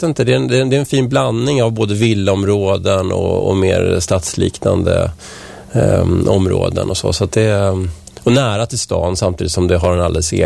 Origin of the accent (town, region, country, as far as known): Vällingby, Stockholm County, Sweden; also born or lived in Strängnäs; now in Nacka, Sweden